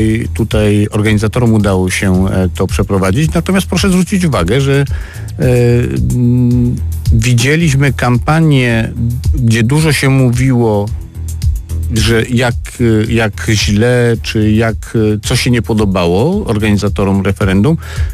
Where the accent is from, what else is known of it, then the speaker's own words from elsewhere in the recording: Świętokrzyskie Voivodeship, Poland; Ja pochodzę ze Świętokrzyskiego, po sąsiedzku, też niedużego miasta